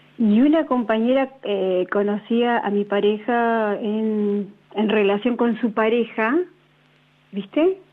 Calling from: Neuquén, Argentina; De acá, Neuquén.

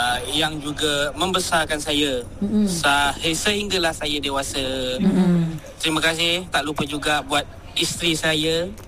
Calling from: Kuala Lumpur, Malaysia; Saya daripada Setapak.

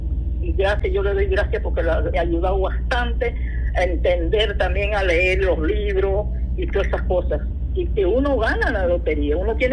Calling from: Arraiján, Panamá Oeste, Panama; De Arreján.

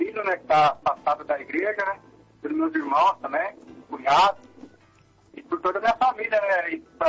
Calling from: Catanduva, São Paulo, Brazil; sou de Catanduva, São Paulo.

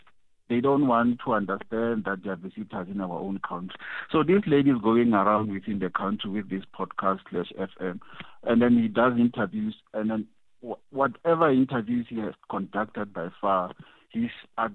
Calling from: South Africa

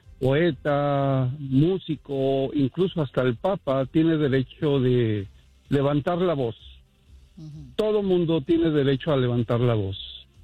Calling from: Chicago, Illinois, United States; Good morning, de aquí de Chicago

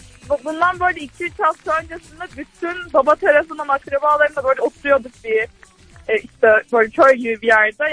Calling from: Istanbul, Turkey; ben İstanbul'dan.

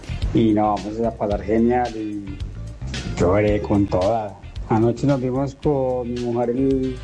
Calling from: Colombia; desde Medellín

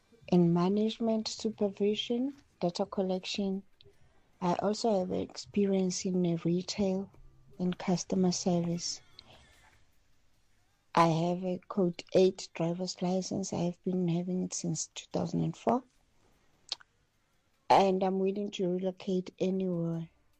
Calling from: Kroonstad, Free State, South Africa; I'm calling you from Kroonstad in the Free State.

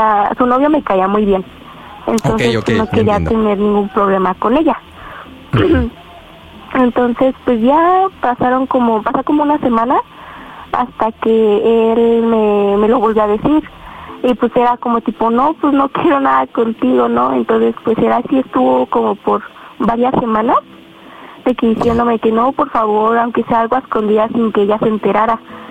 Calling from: State of Mexico, Mexico; Tengo 13 años y soy del Estado de México.

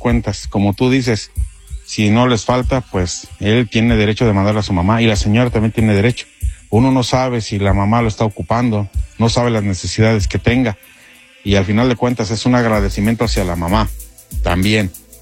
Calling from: State of Mexico, Mexico; soy el maestro del Estado de México.

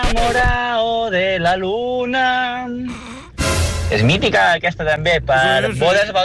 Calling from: Llagostera, Catalonia, Spain

